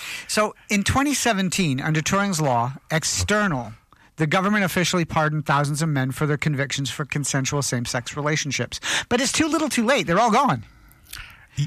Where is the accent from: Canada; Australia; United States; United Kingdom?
Canada; moved away; growing up in Canada